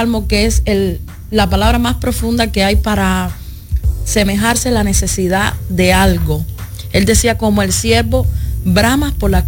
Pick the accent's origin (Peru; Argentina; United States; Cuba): Cuba